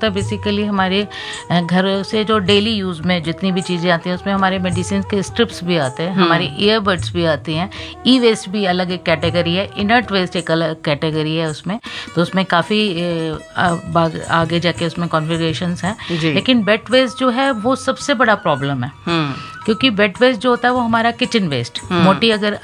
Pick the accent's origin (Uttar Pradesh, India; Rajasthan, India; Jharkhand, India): Uttar Pradesh, India; तो हम छोटे शहरों से हैं, यूपी के बहुत छोटे से शहर में